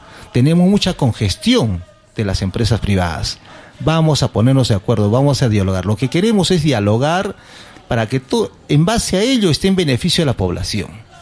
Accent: El Cural, Arequipa, Peru; Yo soy del Curral

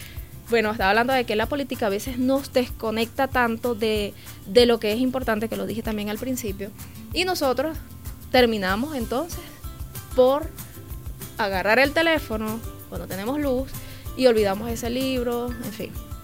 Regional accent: Venezuela

